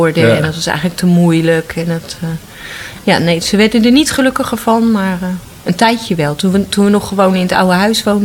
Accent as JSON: {"language": "Dutch", "region": "Utrecht", "country": "Netherlands", "tie": "born there", "said": "Ik ben op de Oude Gracht geboren."}